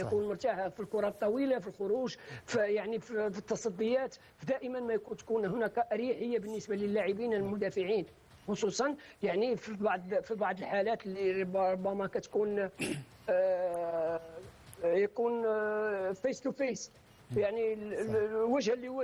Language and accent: Arabic; Morocco; أنا كمغربي